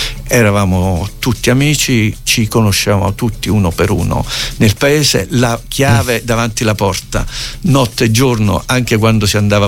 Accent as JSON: {"language": "Italian", "town": "Tramutola", "region": "Basilicata", "country": "Italy", "tie": "born or raised there", "moved": "yes", "said": "Io sono un lucano."}